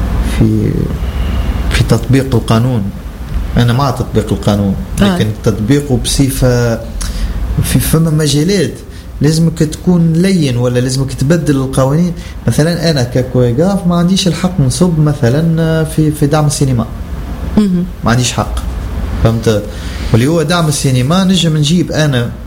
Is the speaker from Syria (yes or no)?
no; Tunisia; also born or lived in Sfax